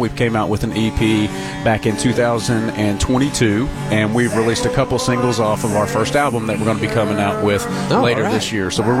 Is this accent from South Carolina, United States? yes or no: no; Williamsburg, Kentucky, United States; now in Lexington, United States; I sing in the band with my brother Alec. We are from Williamsburg, Kentucky, originally down in southeast Kentucky.